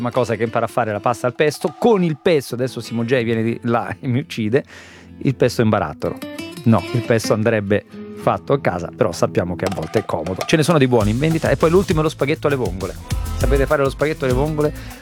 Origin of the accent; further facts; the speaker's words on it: Rome, Lazio, Italy; io sono romano